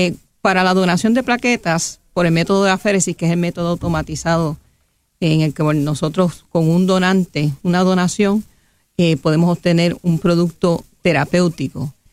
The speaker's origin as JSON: {"language": "Spanish", "country": "Puerto Rico", "said": "nosotros como puertorriqueños, compatriotas y ciudadanos, tenemos que aprender a donar de manera altruista."}